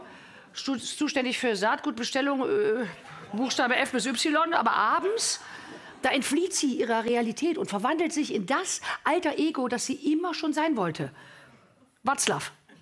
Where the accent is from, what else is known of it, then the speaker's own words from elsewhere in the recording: Cologne, North Rhine-Westphalia, Germany; Ich komme aus Köln.